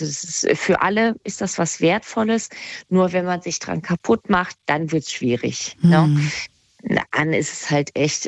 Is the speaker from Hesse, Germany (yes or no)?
yes; Kassel, Hesse, Germany